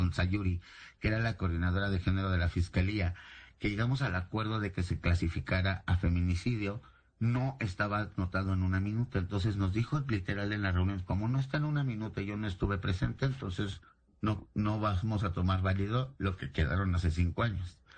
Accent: Mexico; y sí tenemos que hacer algo como mexicanos

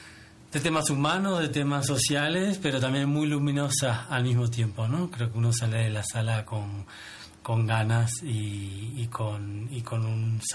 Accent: Uruguay; moved away as an adult; now in Mexico; Sí, soy uruguayo, pero soy la parte mexicana. Yo, soy productor hace más de 20 años, pero hace 12 años que estoy instalado en México.

